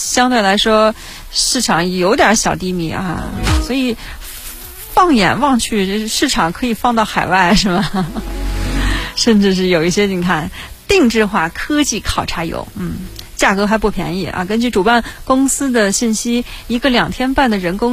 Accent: China; 我是中国人啊，感觉倍儿提气那种感觉是吧。

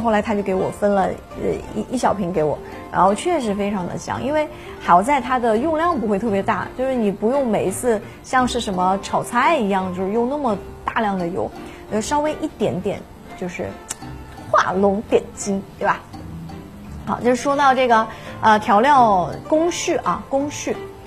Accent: Hunan, China; 现在作为一个湖南人，我已经不太能够吃太咸太辣的一些菜

